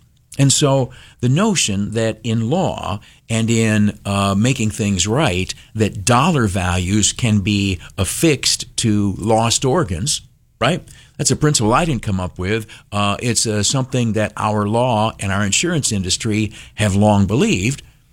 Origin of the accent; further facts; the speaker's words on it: New York, United States; I'm a New Yorker.